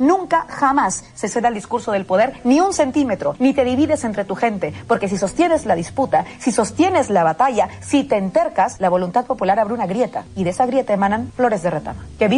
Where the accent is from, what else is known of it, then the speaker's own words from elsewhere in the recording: Peru; Pueblo peruano, mi pueblo